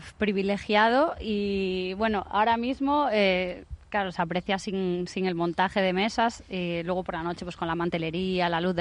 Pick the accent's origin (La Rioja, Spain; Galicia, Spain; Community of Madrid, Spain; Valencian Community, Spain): Galicia, Spain; moved away as an adult; now in Formentera, Spain; empecé muy jovencita a trabajar con 16 años en mi tierra, en Galicia